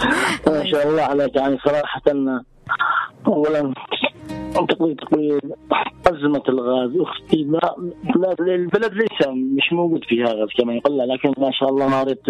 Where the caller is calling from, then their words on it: Yemen; نحن غزنا في الشمال